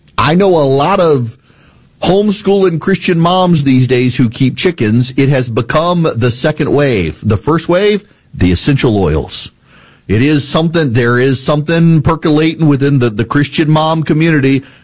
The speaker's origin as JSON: {"language": "English", "region": "Dubai", "country": "United Arab Emirates", "tie": "born or raised there", "moved": "yes", "said": "when I was a kid in the Middle East, because I grew up in Dubai"}